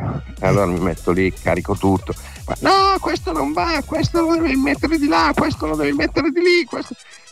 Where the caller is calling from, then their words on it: Carugate, Lombardy, Italy; da Carugate.